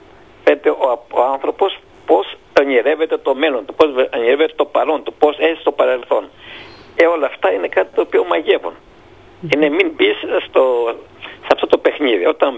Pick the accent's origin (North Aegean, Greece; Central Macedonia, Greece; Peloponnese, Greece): North Aegean, Greece; Mytilene; now in Kardamyla, Greece; Πώς ξέρετε, εγώ είμαι από τη Μυτιλίνη, ζω στα Καρδάμιλα 48 χρόνια.